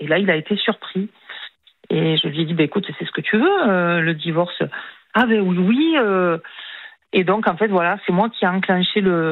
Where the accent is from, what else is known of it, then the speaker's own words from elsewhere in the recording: South, France; Oui, mais je suis du Sud.